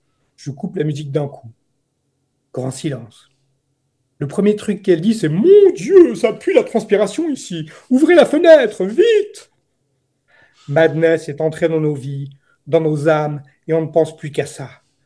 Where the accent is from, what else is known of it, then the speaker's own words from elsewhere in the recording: Geneva, Switzerland; born there; chez moi en Suisse